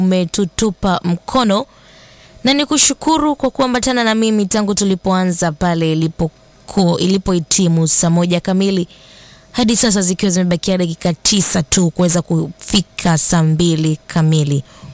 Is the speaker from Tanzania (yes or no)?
yes; Nyamikoma, Simiyu, Tanzania; natokea Nyamikoma, mkoa wa Simiu.